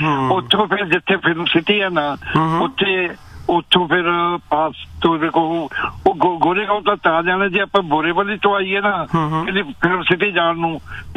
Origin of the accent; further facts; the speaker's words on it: Ludhiana, Punjab, India; also born or lived in Mumbai; ਬੰਬੇ ਲੁਧਿਆਣਾ ਮੇਰਾ ਸ਼ਹਿਰ ਹੈ ਤੇ ਮੈਂ ਬੰਬੇ ਜ਼ਿੰਦਗੀ ਕੱਢੀ ਹੈ।